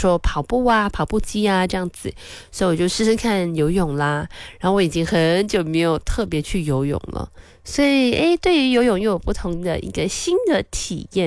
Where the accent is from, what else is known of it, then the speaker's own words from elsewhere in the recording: Kuala Lumpur, Malaysia; 好像我啊作为吉隆坡人在这边生于斯长于斯啊、对于吉隆坡市中心的印象就是啊会很容易塞车